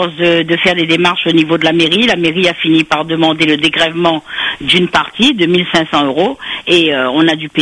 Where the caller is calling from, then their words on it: Réunion, France; On est à Moka, on est au chemin Moka